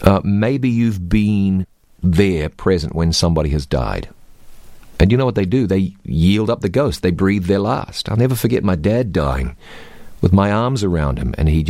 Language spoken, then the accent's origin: English; New Zealand